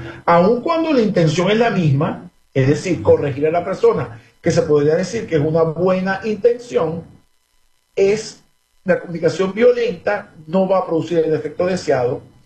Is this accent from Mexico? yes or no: no; Venezuela